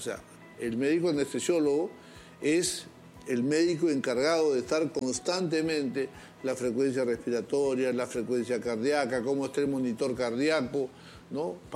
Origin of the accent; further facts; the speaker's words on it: Peru; no tocaré las puertas para presentar como peruano, como ciudadano, una salida a estos problemas.